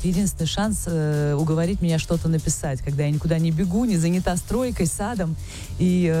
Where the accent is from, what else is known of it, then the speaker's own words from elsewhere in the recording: Tbilisi, Georgia; коренной из Тбилиси. У меня мама из Саратова, у нас тоже были курочки.